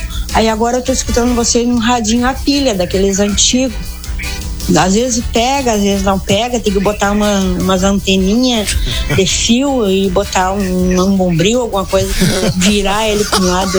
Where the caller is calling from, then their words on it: Cachoeira do Sul, Rio Grande do Sul, Brazil; aqui da Coxilha Bonita, interior de Cachoeira do Sul.